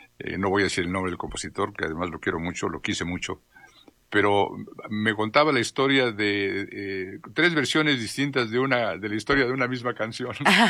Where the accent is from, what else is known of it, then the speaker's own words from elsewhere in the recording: Mexico; que hoy nos llena de orgullo. ¿Y sabes qué? Que nos da un sentido de pertenencia como mexicanos.